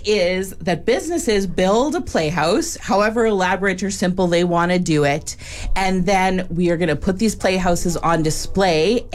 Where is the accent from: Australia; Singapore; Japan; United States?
Japan; moved away; I grew up in Japan.